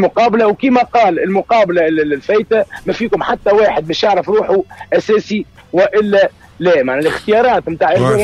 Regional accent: Tunisia; رفيق ما احنا تونسي راهو ديما يتغشش من بعد ينسى كل شيء

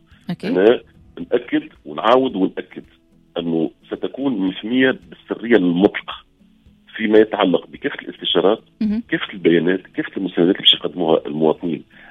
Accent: Tunisia; أنا مثلا تونسي

